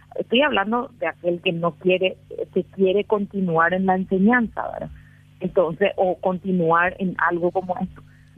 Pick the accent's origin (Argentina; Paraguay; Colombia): Paraguay